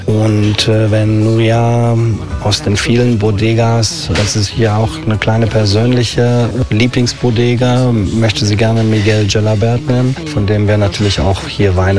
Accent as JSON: {"language": "German", "town": "Bautzen", "region": "Saxony", "country": "Germany", "also_born_or_lived": "Munich / London / Switzerland", "moved": "as an adult", "lives_now": "Palma de Mallorca, Spain", "said": "Ich komme aus der Nähe von Dresden, aus Bautzen. Hab dann die Chance gehabt mit dem Mauerfall. In München Hotelfachschule gemacht"}